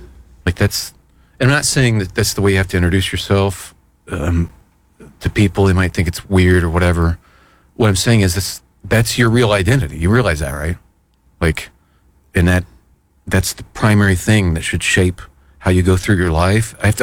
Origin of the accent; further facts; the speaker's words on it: United States; I'm an American, and I'm a white person, and I'm a male